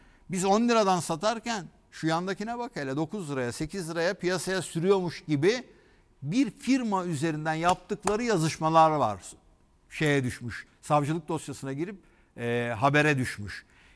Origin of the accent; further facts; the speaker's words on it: Balıkesir, Turkey; Ben Balıkesirliyim, işte Bandırma'ya giderseniz Banvit falan vardır.